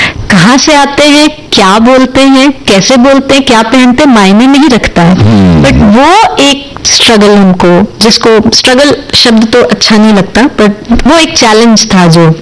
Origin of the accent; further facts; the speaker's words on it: Bihar, India; अरे भाई हम बिहार से हैं तो हम अंग्रेजी में भी बात कर सकते हैं।